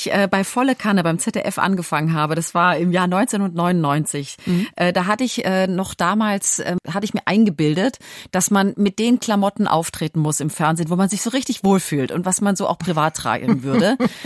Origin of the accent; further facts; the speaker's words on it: Ludwigsburg, Baden-Württemberg, Germany; now in Hamburg, Germany; ich komme ja aus Ludwigsburg, das ist bei Stuttgart